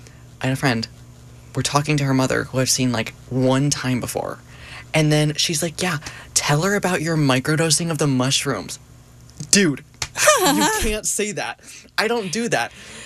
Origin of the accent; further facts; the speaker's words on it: California, United States; born there; moved away as an adult; also born or lived in Illinois; now in Minnesota, United States